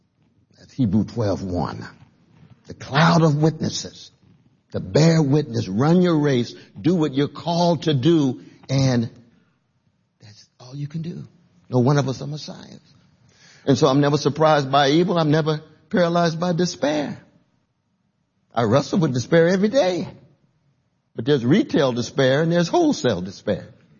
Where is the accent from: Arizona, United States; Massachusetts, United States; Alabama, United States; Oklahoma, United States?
Oklahoma, United States; Tulsa; born there; Black Wall Street. That's where I was born in Tulsa. You know it. I was born in the same hospital as the Wilson brothers.